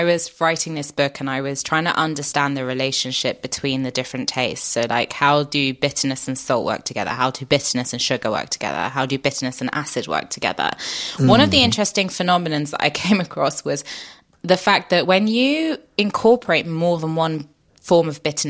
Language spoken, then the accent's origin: English; Paris, Île-de-France, France; which is also in the book because I grew up in Paris, is a French chicory and walnut and blue cheese salad.